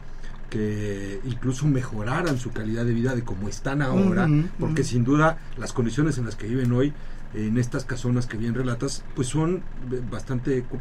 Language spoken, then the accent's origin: Spanish; Puebla, Mexico; Yo lo aplaudo como poblano, me da mucho gusto.